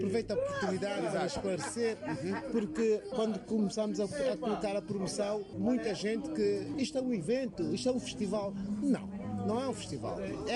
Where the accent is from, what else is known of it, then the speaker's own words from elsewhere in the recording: Mozambique; nós, como moçambicanos, como africanos